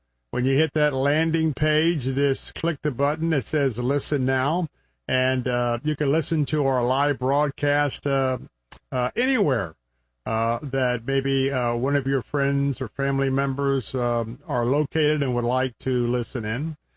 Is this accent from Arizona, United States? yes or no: no; Tampa, Florida, United States; as we're broadcasting from our studios here in my hometown of Tampa, Florida.